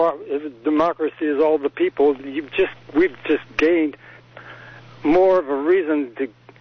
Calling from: Royal Oaks, California, United States; Hi, Becky. … from Royal Oak.

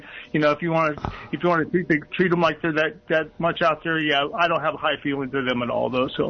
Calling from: Salinas, California, United States

